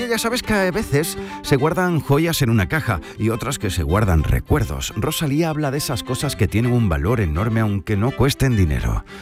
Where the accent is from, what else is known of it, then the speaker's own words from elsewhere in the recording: Huelva, Andalusia, Spain; Y son las colombinas en mi tierra, en Huelva